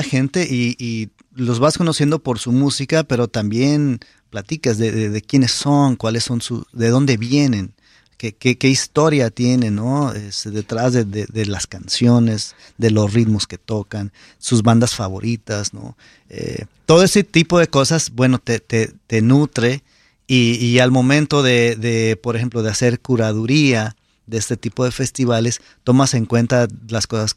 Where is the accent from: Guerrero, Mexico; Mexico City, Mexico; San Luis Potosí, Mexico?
San Luis Potosí, Mexico; born or raised there